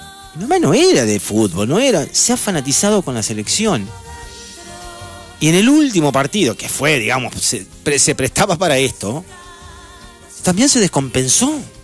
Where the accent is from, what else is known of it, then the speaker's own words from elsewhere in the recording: Argentina; vivirlo con pasión como somos los argentinos